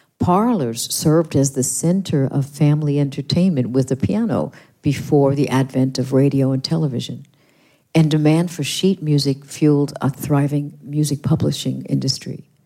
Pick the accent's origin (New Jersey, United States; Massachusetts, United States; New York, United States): New York, United States; New York City; Steinway & Sons was founded in my hometown of Astoria, New York.